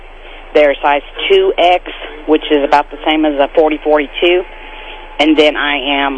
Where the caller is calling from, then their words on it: Marshall, Missouri, United States; Hi, I'm calling from Marshall.